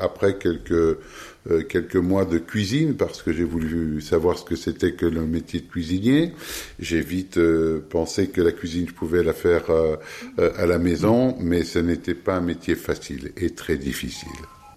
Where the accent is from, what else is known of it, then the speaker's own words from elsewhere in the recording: Mirecourt, Grand Est, France; born there; now in Bordeaux, France; je suis né à Mirecourt dans les Vosges.